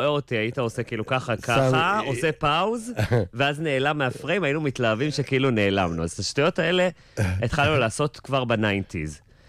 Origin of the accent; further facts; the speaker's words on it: Jerusalem, Jerusalem District, Israel; now in Tel Aviv, Israel; אנחנו גדלנו בירושלים, היא בקריית יובל, אני בבית הכרם, אנחנו חבר'ה, אנחנו פשוטים.